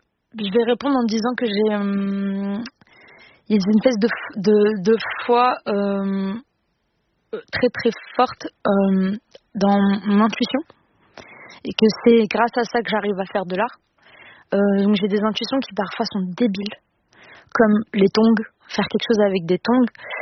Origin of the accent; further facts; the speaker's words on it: Morocco; Mais c'était un territoire, disons, peut-être plus neutre en tant que Marocaine. On n'avait pas l'impression qu'on m'expliquait déjà ma culture.